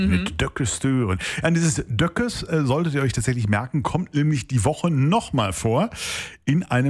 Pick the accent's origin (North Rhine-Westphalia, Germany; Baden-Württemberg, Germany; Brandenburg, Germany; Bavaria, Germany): North Rhine-Westphalia, Germany; Wir retten ja unsere Mundart, unsere bergische Mundart vor dem Aussterben